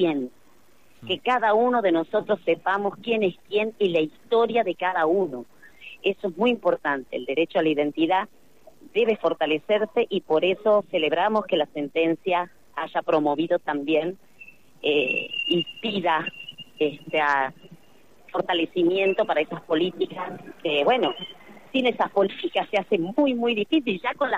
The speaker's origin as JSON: {"language": "Spanish", "country": "Argentina", "said": "todos como sociedad argentina"}